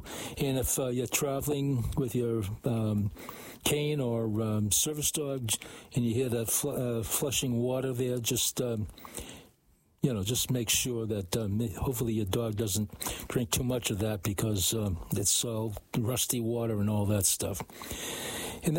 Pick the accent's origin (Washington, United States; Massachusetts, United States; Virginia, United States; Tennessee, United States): Massachusetts, United States; I grew up on Porter Street